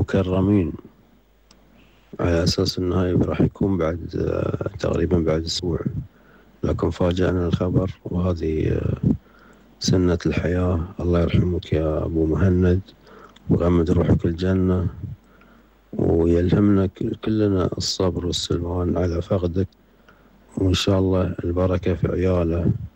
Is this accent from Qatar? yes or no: yes; Qatar